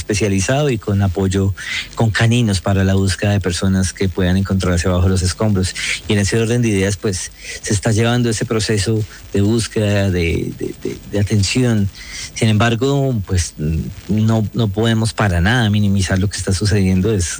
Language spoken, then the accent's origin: Spanish; Colombia; Entonces eso como colombiano nos tiene muy satisfechos en medio de la gran dificultad